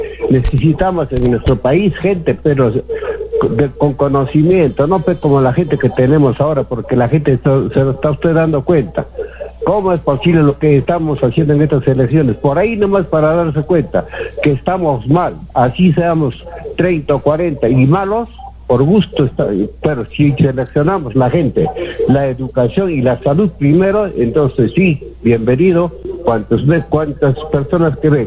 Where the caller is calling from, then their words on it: Arequipa, Peru; vivo en Zamácola.